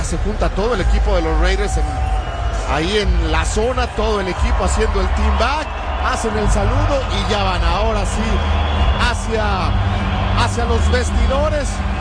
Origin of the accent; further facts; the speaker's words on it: Mexico; para todos los que hablamos español, para todos los que somos mexicanos